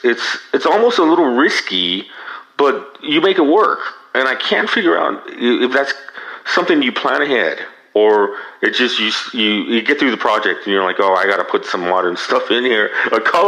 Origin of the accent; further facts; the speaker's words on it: Belen, New Mexico, United States; Her name is Hannah Stockton, and she is based in, my hometown in Belen, New Mexico, and her company is called Hannah's Earthenware.